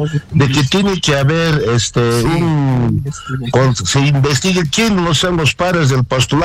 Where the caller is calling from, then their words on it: Cusco, Peru; somos profesionales cusqueños